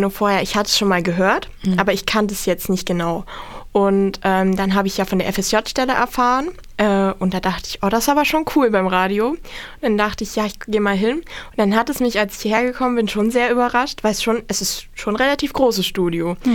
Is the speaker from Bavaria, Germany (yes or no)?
no; Niedersachswerfen, Thuringia, Germany; Ich komme ja aus Niedersachsen-Werfen, also ziemlich nah an Nordhausen.